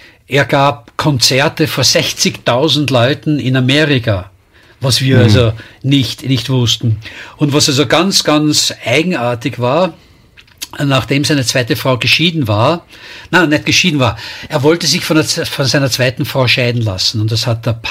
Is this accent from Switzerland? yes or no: no; Vienna, Austria; Pass auf, als Wiener kann man bereits Walzer tanzen, wenn man geboren wird.